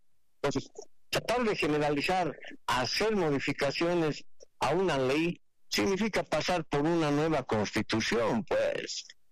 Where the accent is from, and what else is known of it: Bolivia